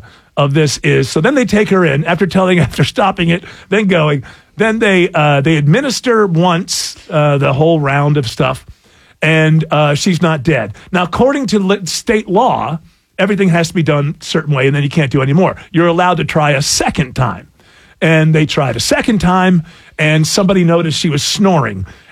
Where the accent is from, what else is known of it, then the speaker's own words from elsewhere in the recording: England, United Kingdom; I'm English, so I know 34 people named Nigel.